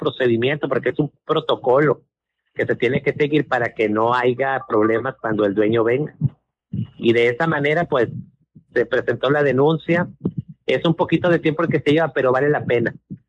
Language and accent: Spanish; Agujita, Coahuila, Mexico; somos aquí de Agujita. Le digo